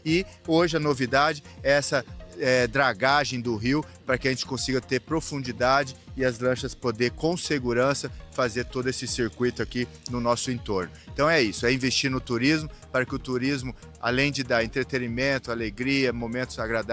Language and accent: Portuguese; Três Lagoas, Mato Grosso do Sul, Brazil; Eu sou nascido em Três Lagoas, então eu desde criança eu participo, eu convivo, eu venho visitar o nosso balneário, o nosso Rio Sucuriú, Rio Paraná.